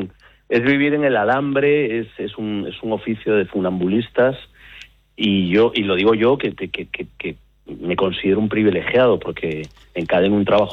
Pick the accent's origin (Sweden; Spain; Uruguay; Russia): Spain; Galicia; es en mi tierra